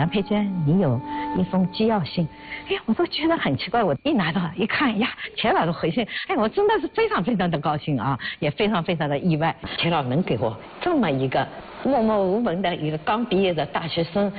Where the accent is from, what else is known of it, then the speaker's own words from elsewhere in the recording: China; 我们中国人真的站起来